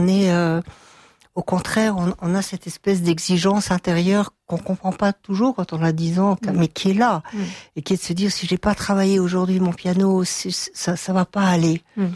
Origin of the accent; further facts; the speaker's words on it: Strasbourg, Grand Est, France; born there; Je suis née à Strasbourg, car mon père travaillait au Conseil de l'Europe